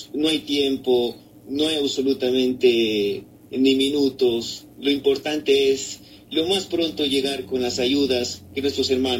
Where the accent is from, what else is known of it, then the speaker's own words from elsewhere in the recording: Oña, Azuay, Ecuador; somos ecuatorianos y vemos ese granito de arena, hoy lo necesitan, y nuestro Cantón de Oña el día de hoy se ha solidarizado